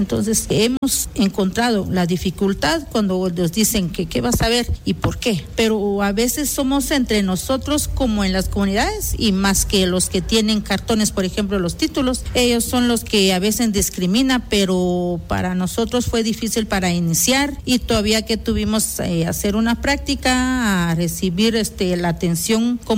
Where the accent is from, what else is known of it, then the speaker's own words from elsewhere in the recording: Alta Verapaz, Guatemala; first language Q'eqchi'; Spanish is a second language; soy de Alta Verapaz y mi idioma es Quechí.